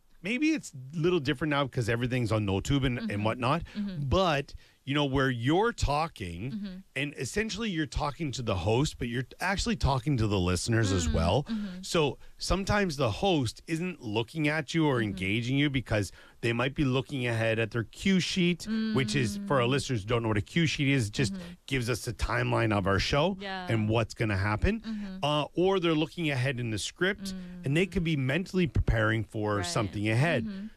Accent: Canada

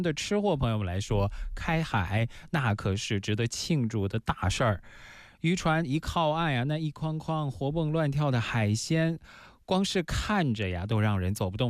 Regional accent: Tianjin, China; 咱们天津人的经常念叨的一句话

